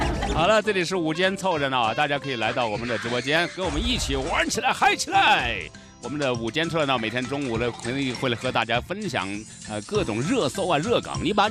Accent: Yunnan, China; 一说到咱们云南的话题就特别多啊。

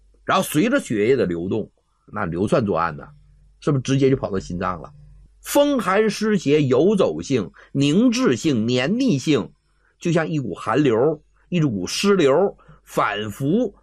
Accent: China; also born or lived in United Kingdom; 听说我是中国人，

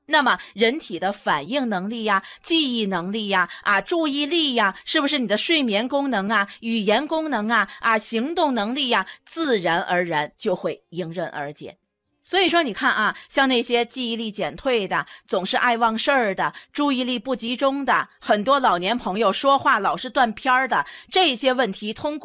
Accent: China; moved away; also born or lived in United States; 我们中国人做的就比较好

